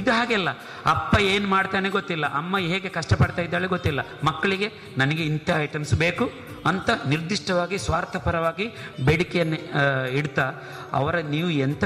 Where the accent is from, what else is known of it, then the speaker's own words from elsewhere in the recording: Karnataka, India; ನಮ್ಮ ಗೋಳಿತೊಟ್ಟು ಆಲಂತಾಯ ಮತ್ತು ನೇರಂಕಿ ನಮ್ಮ ಕಲ್ಲಡ್ಕ ಈ ಏರಿಯಾದಲ್ಲಿರುವ